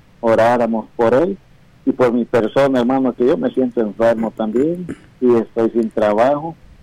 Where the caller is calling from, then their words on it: Houston, Texas, United States; yo aquí nomás vivo en Houston.